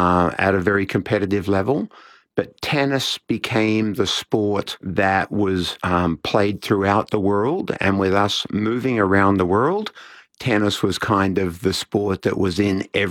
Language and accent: English; Australia; moved away as an adult; now in Canada; I'm originally from Australia and moved over to North America to continue a tennis journey when I was 18 in the early 80s.